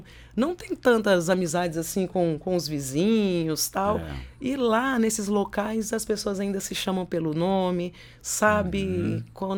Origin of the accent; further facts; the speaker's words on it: Taguatinga, Federal District, Brazil; also born or lived in Ceilândia; now in Varjão, Brazil; Sou nascida e mal criada em Taguatinga. Tive a alegria de morar muitos anos na Ceilândia. Hoje eu moro no Varjão.